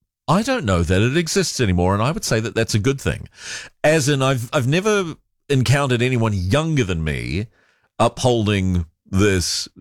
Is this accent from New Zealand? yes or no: yes; New Zealand; also born or lived in Malaysia; when we moved back to New Zealand, having lived in Malaysia, where I really, even though I was born in New Zealand, where I didn't feel especially New Zealand-like